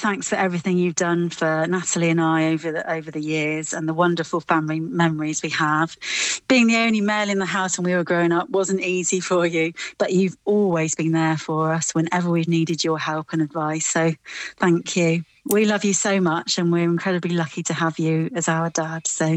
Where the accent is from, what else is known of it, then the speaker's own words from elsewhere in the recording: Paignton, South West England, United Kingdom; We grew up in Devon, in Paignton by the sea.